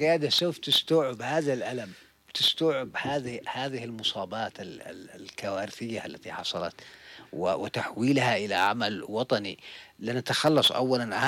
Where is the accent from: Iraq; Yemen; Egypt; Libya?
Yemen; الآن نحن وجها لوجه مع إيران كيمنيين.